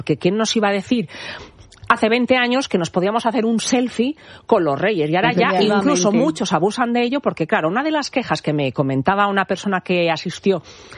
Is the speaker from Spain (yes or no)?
yes; Mallorca, Balearic Islands, Spain; yo como mallorquina no lo había oído nunca